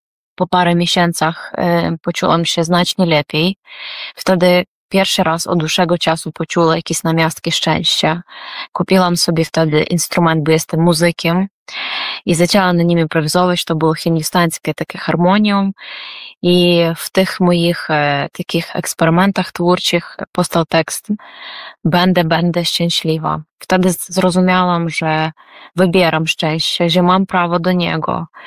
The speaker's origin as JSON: {"language": "Polish", "country": "Ukraine", "second_language": "Polish", "said": "Jako Ukrainka, obywatelka, też plastunka, czyli harcerka, bo można powiedzieć po polsku"}